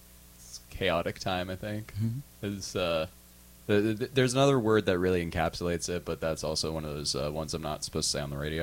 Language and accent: English; Davis, California, United States; now in Sacramento, United States; I'm from Davis.